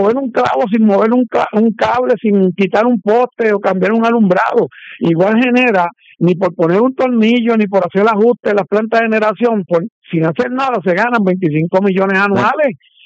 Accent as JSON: {"language": "Spanish", "town": "San Juan", "country": "Puerto Rico", "tie": "born or raised there", "said": "yo nací, me crié y vivo en San Juan."}